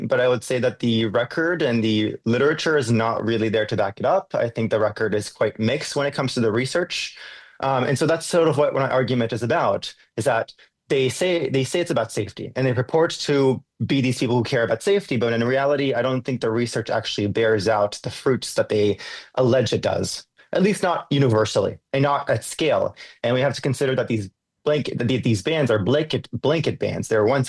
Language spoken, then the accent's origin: English; Israel; now in Washington, D.C., United States; I'm originally from Israel, but these days I reside in Washington, D.C., where I attend Georgetown University to study political theory and democracy.